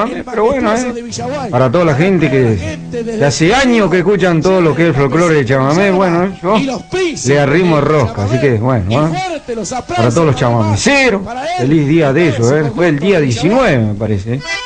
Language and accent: Spanish; Las Palmeras, Santa Fe, Argentina; me voy a mi pueblo querido, lindo, ahí de Las Palmeras.